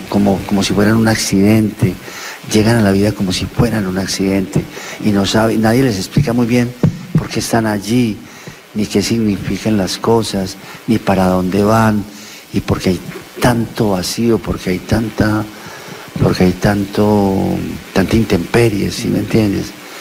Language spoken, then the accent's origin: Spanish; Antioquia, Colombia; Yo soy un antioqueño, de esos antioqueños.